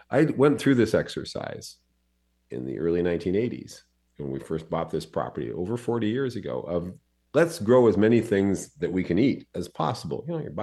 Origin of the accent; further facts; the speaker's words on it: San Diego, California, United States; I grew up with these in San Diego.